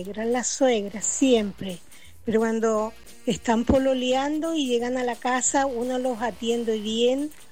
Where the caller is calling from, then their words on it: Chile; vivo en Chile